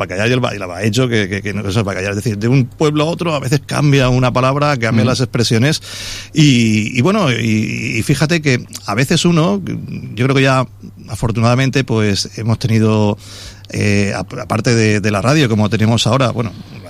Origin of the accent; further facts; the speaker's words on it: Valencian Community, Spain; Es verdad que nosotros pues tenemos nuestra forma de hablar también muy en este caso relacionada pues por la presencia del valenciano, de un valenciano también bastante peculiar, porque somos de las últimas zonas donde se habla valenciano